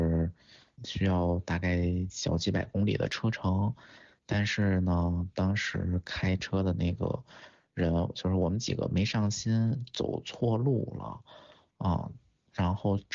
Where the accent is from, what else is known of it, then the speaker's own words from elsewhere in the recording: China; 整个那个团体里就我一个中国人，啊，也就我一个黄皮肤。